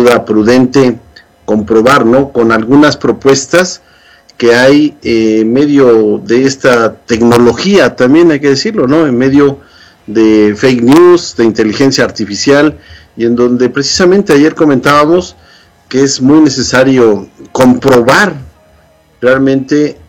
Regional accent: Mexico; now in United States; como latinoamericano, como mexicano, como paisanos

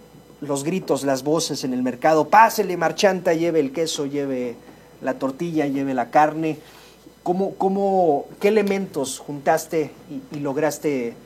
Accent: Mexico; porque somos mexicanos

